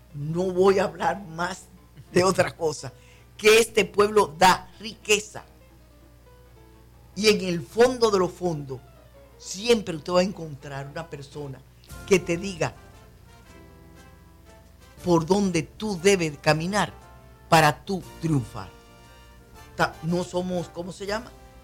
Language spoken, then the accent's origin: Spanish; Mao, Valverde, Dominican Republic; born there; restaurar ser maeño. De donde yo soy, pues si fuera estuviera en Santiago digo otra cosa. Pero es restaurar ser maeño auténtico. No porque yo nací, soy de allá.